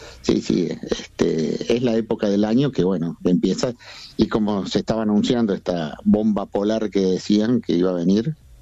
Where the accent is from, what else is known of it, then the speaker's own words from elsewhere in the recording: Córdoba, Argentina; moved away; soy de Córdoba, pero hace 40 años que vivo acá, y los escucho de toda la vida.